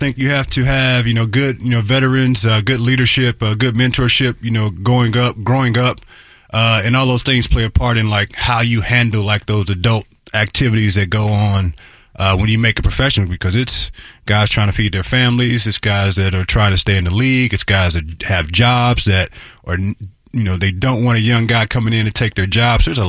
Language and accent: English; St. Louis, Missouri, United States; I'm from St. Louis, so everywhere I go, we talk about St. Louis, and obviously I'm a basketball guy